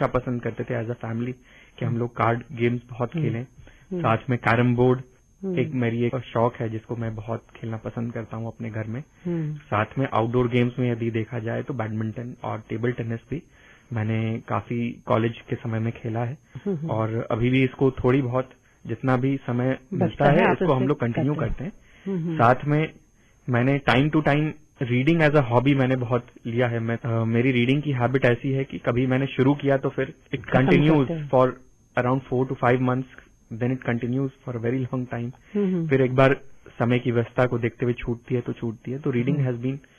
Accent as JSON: {"language": "Hindi", "town": "Ranchi", "region": "Jharkhand", "country": "India", "tie": "born or raised there"}